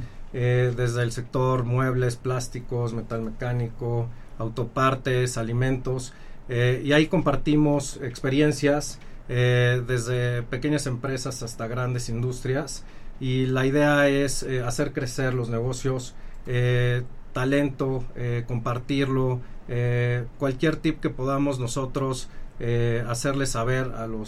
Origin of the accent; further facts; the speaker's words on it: Puebla, Mexico; como mexicanos y poblanos.